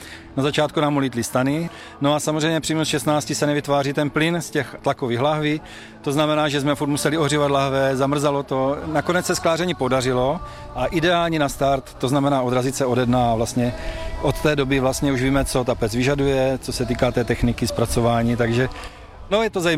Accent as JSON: {"language": "Czech", "town": "Rapotín", "region": "Olomouc Region", "country": "Czechia", "said": "pocházím z Rapotina, tady kousiček, no a jsem přistěhovalec"}